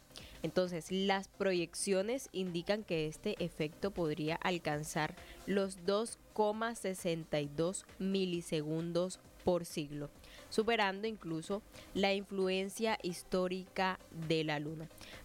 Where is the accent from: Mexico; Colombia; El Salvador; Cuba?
Colombia; Bijao; moved away; en mi pueblo descansando, en Bijao